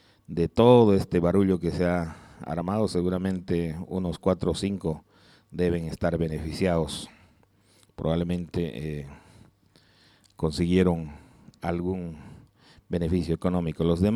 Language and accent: Spanish; Pasorapa, Cochabamba, Bolivia; mi tierra Pasorapa